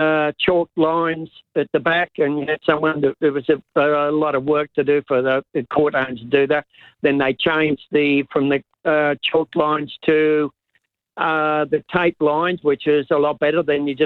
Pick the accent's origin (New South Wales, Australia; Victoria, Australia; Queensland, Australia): New South Wales, Australia; Sydney; born there; I'm now in the Bankstown area